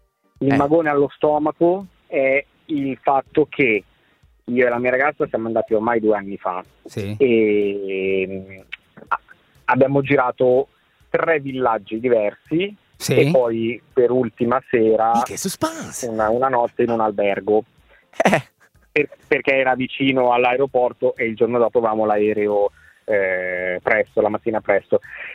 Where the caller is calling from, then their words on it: Sesto San Giovanni, Lombardy, Italy; Sono vicino al centro commerciale Vulcano, a Sesto San Giovanni.